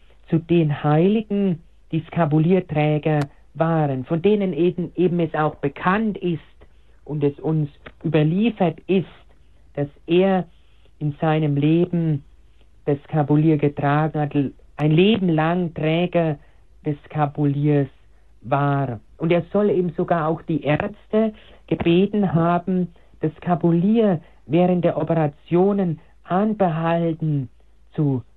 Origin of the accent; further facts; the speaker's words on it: Bavaria, Germany; born there; Aber auch weiß ich in meiner Heimat, in meiner bayerischen Heimat, in Oberfranken, wo ich eben gebürtig herkomme